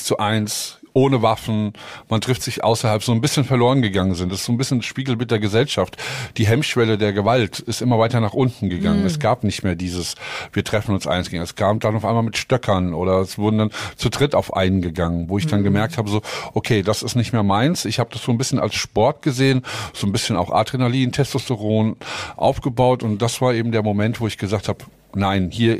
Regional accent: Frankfurt, Hesse, Germany; Ich komme aus Frankfurt, sie aus Hamburg.

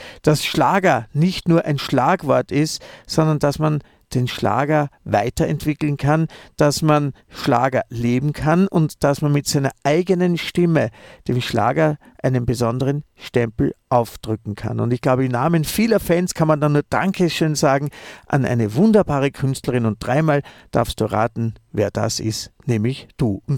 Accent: Vienna, Austria; Ich darf den Tiroler nur nie verraten, dass ich eigentlich Wiener bin

